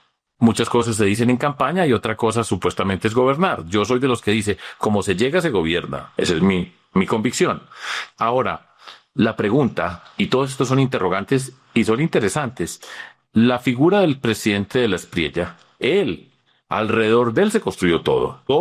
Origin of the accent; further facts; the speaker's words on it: Antioquia, Colombia; Yo vengo de Antioquia, los paisas